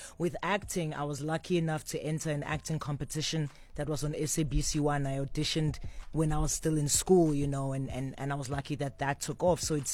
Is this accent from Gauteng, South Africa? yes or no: no; Durban, KwaZulu-Natal, South Africa; All the way from Durban, 031 in the building.